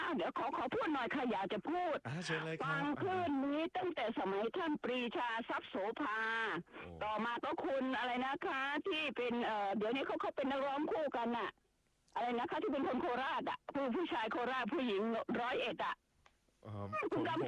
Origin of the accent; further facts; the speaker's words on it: Maha Sarakham, Thailand; มหาสารคามอำเภอเชียงชมจังหวัดมหาสารคาม